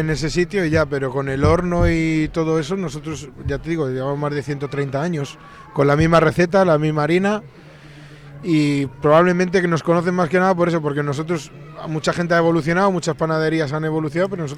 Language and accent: Spanish; Castroverde, Galicia, Spain; Nosotros somos de Castro Verde.